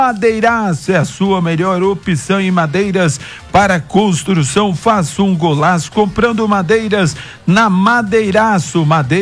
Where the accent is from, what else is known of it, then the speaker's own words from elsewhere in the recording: Morrinhos, Goiás, Brazil; moved away; minha terra natal